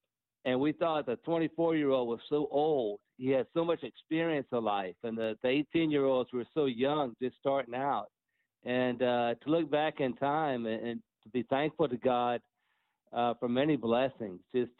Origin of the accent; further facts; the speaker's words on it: Texas, United States; also born or lived in Coral Gables, Florida; And I grew up in Texas, and you know, we moved to Texas in 1971. I was 8 years old, went to Catholic school there. St. Cecilia was a school.